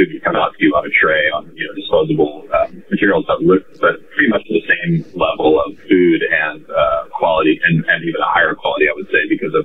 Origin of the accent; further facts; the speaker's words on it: Ashland, Oregon, United States; Yeah, I was born in Ashland and raised in Southern Oregon. My dad's a logger. My grandfather and my dad are both loggers, and they own a company. So I moved around a little bit around Oregon as a kid